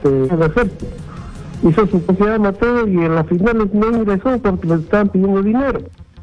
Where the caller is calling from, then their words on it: Lima, Peru; yo vivo en Puente Piedra, casi en donde que está el colegio de policía.